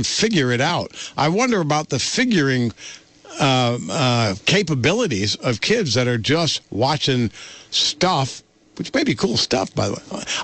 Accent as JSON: {"language": "English", "town": "Dorset", "region": "Vermont", "country": "United States", "tie": "born or raised there", "said": "as a kid growing up in South Dorset in the early 50s."}